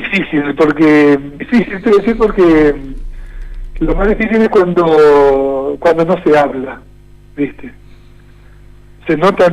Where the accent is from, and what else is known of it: Argentina